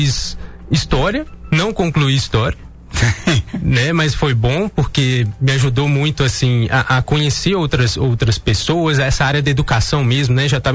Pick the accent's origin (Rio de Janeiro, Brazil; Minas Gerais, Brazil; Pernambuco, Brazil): Minas Gerais, Brazil; nascido e criado aqui no Vale do Aço.